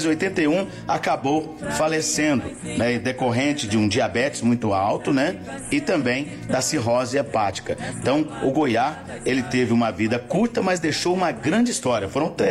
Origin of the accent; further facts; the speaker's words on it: Minas Gerais, Brazil; É mineiro, assim como eu